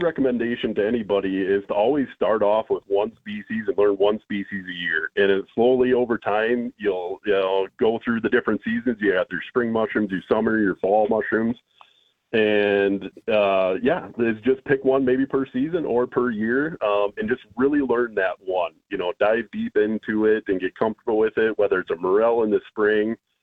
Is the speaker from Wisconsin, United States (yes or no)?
yes; Wisconsin, United States; Wisconsin born and bred in Clark County, and grew up hunting a lot in Clark County and Taylor County, the National Forest area.